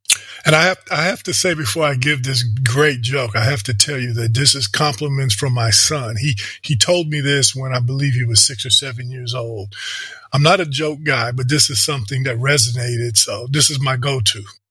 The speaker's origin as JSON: {"language": "English", "town": "St. Paul", "region": "Minnesota", "country": "United States", "tie": "born there", "also_born_or_lived": "Michigan / Grand Forks, North Dakota", "said": "So I was born in St. Paul, Minnesota, lived there for a couple of years. Then we moved to Michigan, a small city in Michigan."}